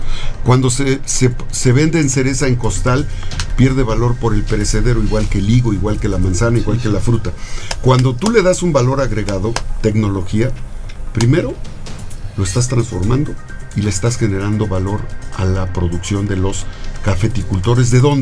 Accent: Puebla, Mexico; Soy una persona que viene de, unos dicen, la cultura del esfuerzo. Yo vengo vengo como cualquier poblano, del trabajo.

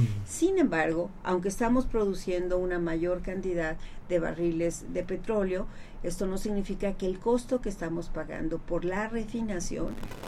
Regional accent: Mexico

